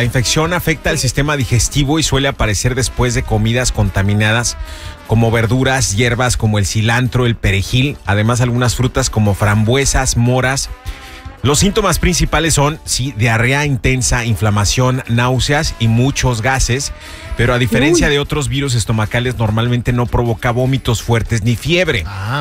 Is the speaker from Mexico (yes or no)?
yes; Mexico; España nos acaba de robar a los mexicanos algo muy valioso.